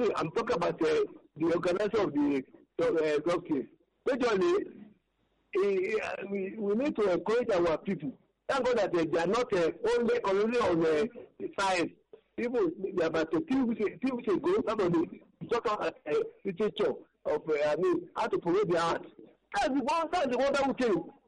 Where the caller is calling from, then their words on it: Ibadan, Oyo, Nigeria; I'm from Ibadan.